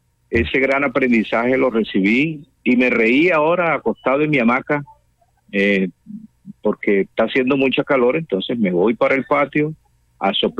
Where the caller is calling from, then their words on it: Montería, Córdoba, Colombia; De la bella y hermosa Perla del Sinú, la ciudad de Montería